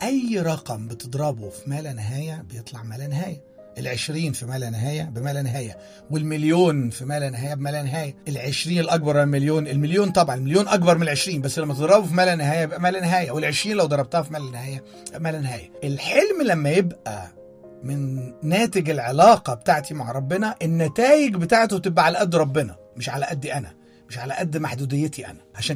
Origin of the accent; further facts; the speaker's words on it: Egypt; زمان والدي كان بياخدني نشرب عصير قصب، المشروب دوت مشهور جدا عندنا في مصر. أنا كان عندي ساعتها 7 أو 8 سنين